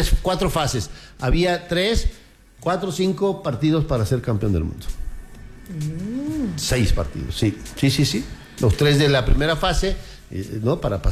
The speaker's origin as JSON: {"language": "Spanish", "town": "Cuernavaca", "region": "Morelos", "country": "Mexico", "said": "Yo soy del pueblo de Chapultepec"}